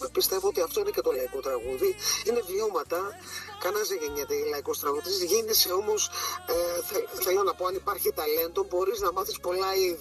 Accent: Cyprus; moved away as an adult; now in Greece; Από μικρό παιδί είμαι από την Κύπρο, ξεκίνησα από την Κύπρο, έτσι τα οδεία μου, τέσσερις σπουδές μου στο εξωτερικό, ήρθα Ελλάδα στα 23

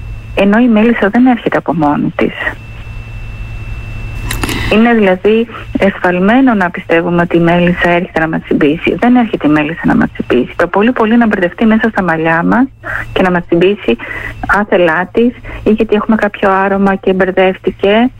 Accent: Artopoula, Epirus, Greece; moved away as an adult

